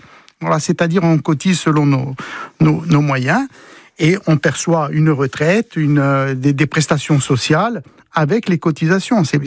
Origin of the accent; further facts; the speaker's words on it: Corsica, France; Chez nous en Corse